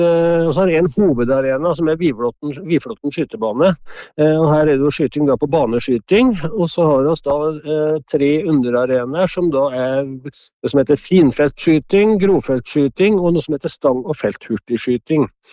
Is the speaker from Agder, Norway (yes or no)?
no; Innlandet, Norway; at det I heimkommunen min, og jeg synes at dette arrangementet her utrolig viktig for både Lesjabygde, for Dovrebygde og for hele regionen.